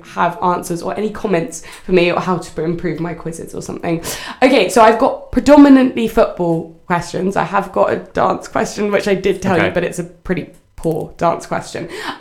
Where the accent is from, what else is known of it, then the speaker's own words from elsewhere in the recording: Wales, United Kingdom; I'm Welsh